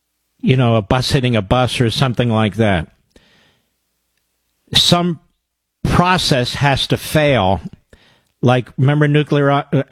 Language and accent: English; Pennsylvania, United States; transplant. Yeah, I'm from Montgomery.